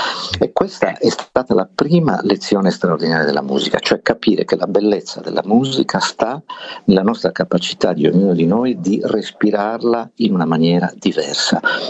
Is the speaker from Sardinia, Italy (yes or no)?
yes; Berchida, Sardinia, Italy; la prima volta che sono uscito da Berchida, dal mio paese, per andare al paese vicino, so che fa ridere, ma erano altri tempi, il paese vicino era Monti, che stava a 15 km da Berchida